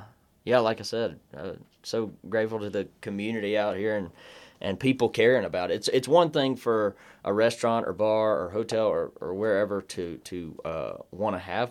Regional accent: South Carolina, United States; born or raised there

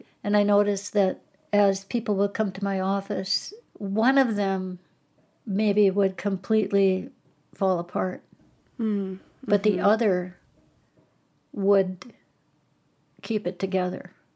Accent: Garrison, North Dakota, United States; And my hometown was Garrison. It was right really nearby where I grew up. And I remember seeing the water come up as a kid.

